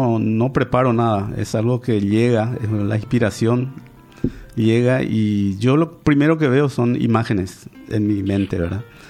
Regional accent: Paraguay; moved away as an adult; now in France; Yo soy paraguayo

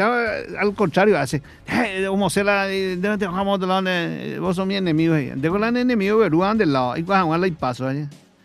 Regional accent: Brazil; now in Paraguay; yo soy brasileño también.

